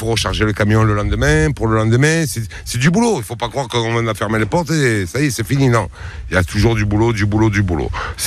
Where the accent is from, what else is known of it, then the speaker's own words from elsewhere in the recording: La Seyne-sur-Mer, Provence-Alpes-Côte d'Azur, France; also born or lived in Toulon; Oui, un vrai de vrai, pas une imitation. Ouais, je suis né à Toulon et j'ai grandi à la Seyne-sur-Mer avec mes parents.